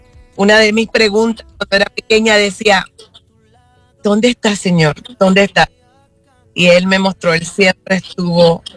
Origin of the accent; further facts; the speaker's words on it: Puerto Rico; born there; Nací en la bella isla de Puerto Rico.